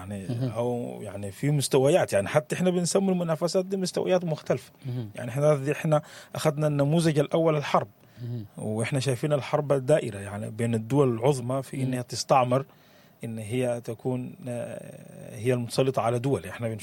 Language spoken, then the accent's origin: Arabic; Sudan